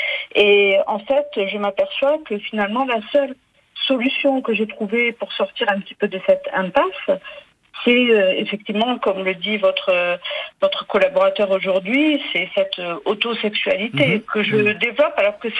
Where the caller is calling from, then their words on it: Nice, Provence-Alpes-Côte d'Azur, France; J'appelle de Nice